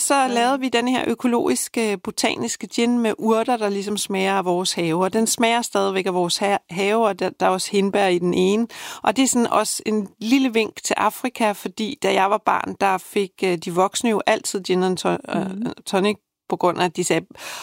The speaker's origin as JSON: {"language": "Danish", "town": "Køge", "region": "Zealand", "country": "Denmark", "tie": "born or raised there", "said": "Så ringer jeg ned til min hjemegn, Køge Braunstein Destilleri, som er det gode destilleri dernede"}